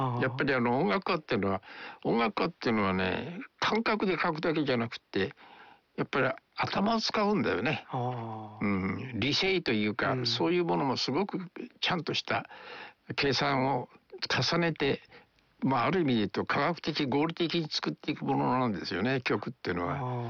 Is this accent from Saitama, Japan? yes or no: no; Fukuoka, Japan; 僕も福岡ですから